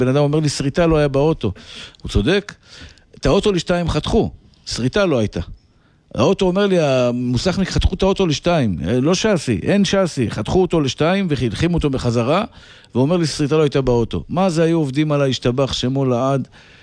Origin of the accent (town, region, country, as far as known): Tel Aviv, Tel Aviv District, Israel; born there